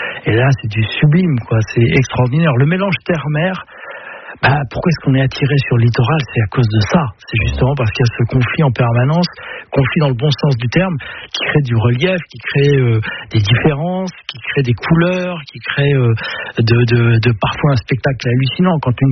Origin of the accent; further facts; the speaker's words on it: Brittany, France; je suis breton et puis je le ressens profondément. Donc voilà, de la vallée de la Rance, juste derrière Saint-Malo